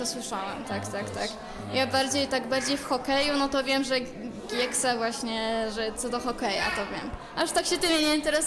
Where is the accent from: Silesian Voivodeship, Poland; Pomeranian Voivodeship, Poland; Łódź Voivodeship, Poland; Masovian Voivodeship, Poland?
Silesian Voivodeship, Poland; Częstochowa; Nie, ogólnie ja pochodzę z Częstochowy.